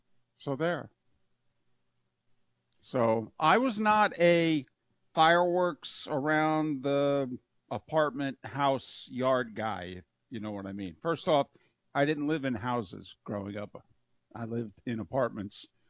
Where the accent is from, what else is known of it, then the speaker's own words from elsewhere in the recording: Northeast, United States; moved away; I grew up in the Northeast